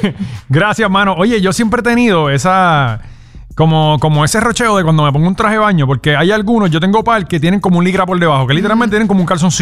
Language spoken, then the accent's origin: Spanish; Corozal, Puerto Rico; Ya digo, yo soy de Corozal. En Corozal no hay playa.